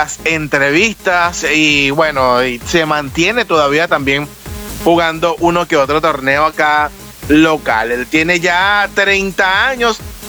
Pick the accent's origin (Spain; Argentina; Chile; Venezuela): Venezuela